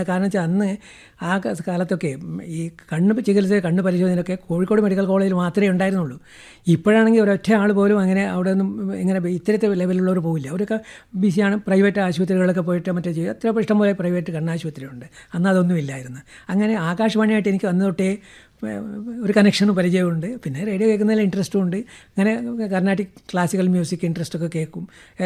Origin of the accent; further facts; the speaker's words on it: Kerala, India; ഞാൻ ജനിച്ചതും വളർന്നതും പിന്നെ അതിനുശേഷം ജോലി ചെയ്തതും ഇപ്പോൾ പെൻഷൻ വാങ്ങുന്നതും എല്ലതും ഫുൾ കേരള സ്റ്റേറ്റിൽ തന്നെയാണ്. ഇവിടുത്തെ ലാംഗ്വേജ് മലയാളമാണല്ലോ.